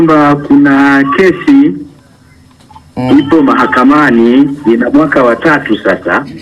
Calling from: Ifakara, Morogoro, Tanzania; natokea Ifakara mji, naishi kijiji cha Mangula.

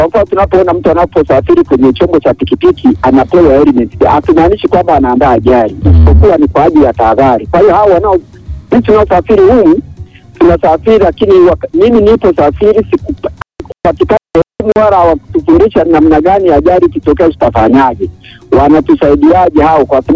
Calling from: Kyerwa District, Kagera, Tanzania; natoka Ilai ya Kierwa, kijiji cha Tumsi, kitongoji cha Banga A, pakana Uganda huko na Rwanda.

